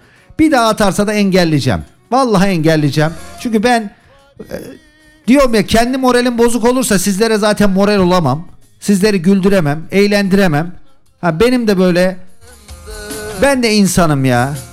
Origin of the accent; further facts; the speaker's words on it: Kırıkkale, Turkey; Ben Kırıkkaleliyim. Ben bildiğiniz bir memur çocuğuyum.